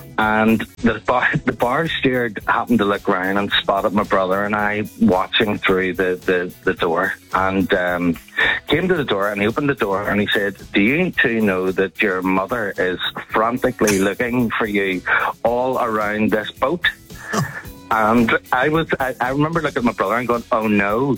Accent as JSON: {"language": "English", "town": "Bangor", "region": "Northern Ireland", "country": "United Kingdom", "tie": "born or raised there", "also_born_or_lived": "Doncaster", "moved": "yes", "lives_now": "County Down, United Kingdom", "said": "We were actually moving from our hometown in Bangor to live in Doncaster for a brief time."}